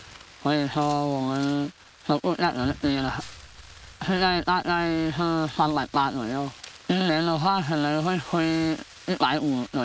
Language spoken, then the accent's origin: Chinese; Zhanjiang, Guangdong, China; 我们湛江这边气候好点了